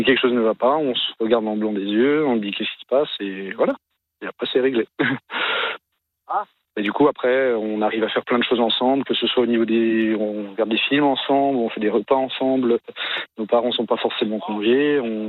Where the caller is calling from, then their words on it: Bergheim, Grand Est, France; À Bergheim.